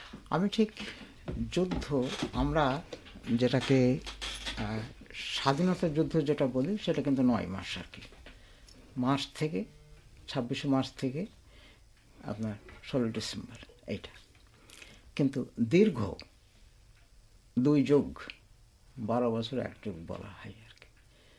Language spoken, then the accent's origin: Bangla; Chuadanga District, Khulna Division, Bangladesh; moved away as an adult; also born or lived in Rajshahi; now in Brisbane, Australia; আমি ব্রিসবেনে আছি 1990 সাল থেকে। আমি আমার জন্মস্থান চুয়াডাঙ্গা জেলায়, আমার পড়াশোনা চুয়াডাঙ্গা জেলার একটা হাই স্কুল দর্শনাতে